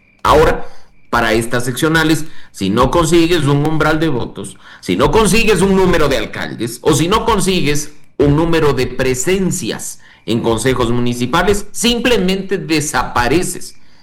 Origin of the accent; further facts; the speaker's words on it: Quito, Pichincha, Ecuador; a nosotros como quiteños